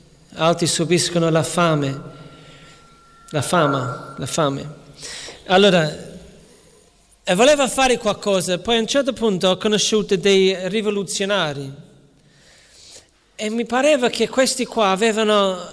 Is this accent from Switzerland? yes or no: no; London, United Kingdom; moved away; Io sono cresciuto a Londra